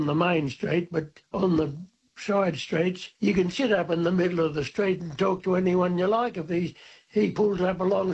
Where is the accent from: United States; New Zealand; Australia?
Australia; Tullamore, New South Wales; born or raised there